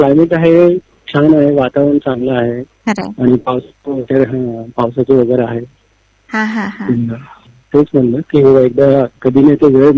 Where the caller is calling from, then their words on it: Solapur, Maharashtra, India; मी proper सोलापूरचाच आहे